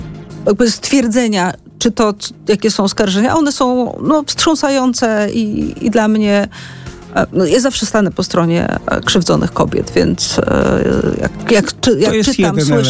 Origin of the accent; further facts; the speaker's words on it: Kraków, Lesser Poland, Poland; z Krakowa.